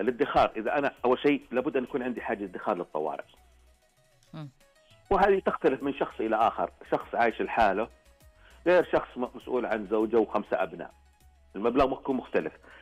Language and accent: Arabic; Saudi Arabia; إحنا كشعب سعودي